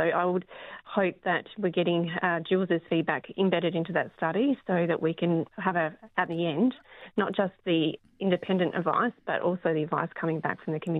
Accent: York, Yorkshire and the Humber, United Kingdom; I'm from York, so it's something that's quite close to me as well.

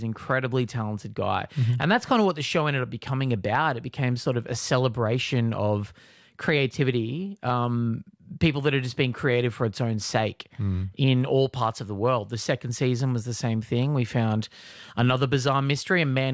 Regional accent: Newcastle, New South Wales, Australia; rock and roll legend … was in my hometown of Newcastle, New South Wales

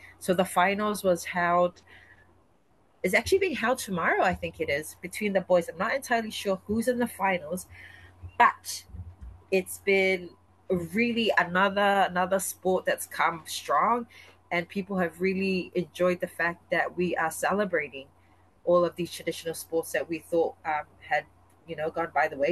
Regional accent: Samoa; We're from Faso Iyalemanu

